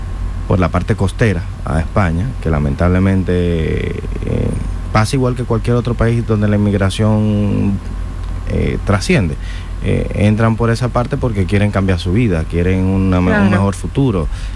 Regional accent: Dominican Republic; now in Spain; esa conexión con la madre patria, como decimos los dominicanos

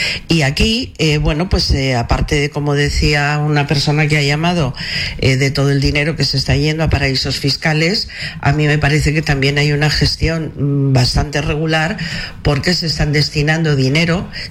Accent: Spain

